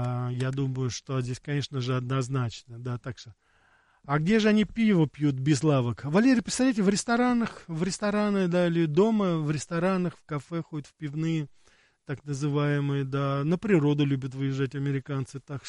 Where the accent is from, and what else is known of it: Moscow, Russia; born or raised there